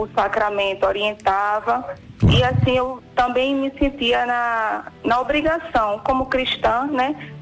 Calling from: Pernambuco, Brazil; De algum lugar de Pernambuco

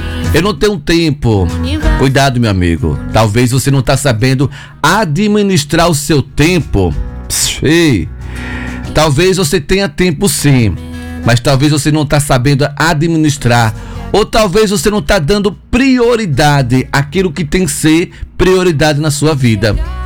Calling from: Carira, Sergipe, Brazil; Sou aqui de Careira, mas todos os dias estou viajando para Aracaju, um tratamento com a minha mãe.

